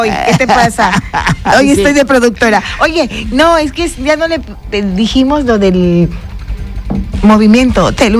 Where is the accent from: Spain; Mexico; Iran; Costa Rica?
Mexico; Oaxaca; moved away; Vengo de Oaxaca